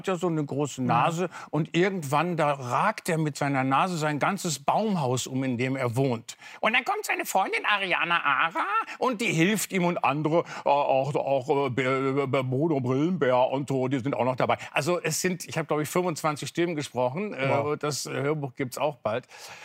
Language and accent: German; Bielefeld, North Rhine-Westphalia, Germany; den Karl Memara Verlag, in Bielefeld, auch meiner Heimatstadt.